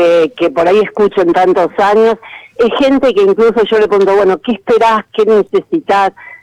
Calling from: Buenos Aires, Argentina; De Almagro.

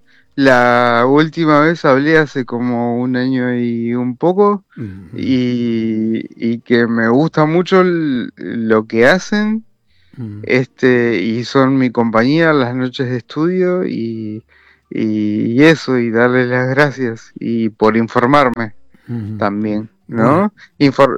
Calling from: Argentina; somos argentinos, estamos acá

